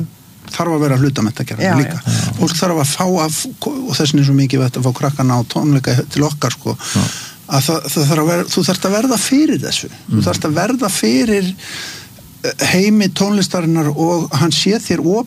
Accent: Garðabær, Capital Region, Iceland; ég kem úr Garðabænum

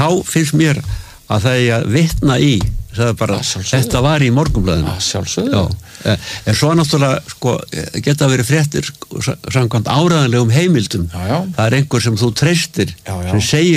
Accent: Reykjavík, Capital Region, Iceland; ég var alinn upp á Eilskotunni hérna Eilskotu 30 og þá var hérna breytarnir höfðu tjaldað á Öskuvellinum hérna þar sem núna er Dómus Medica

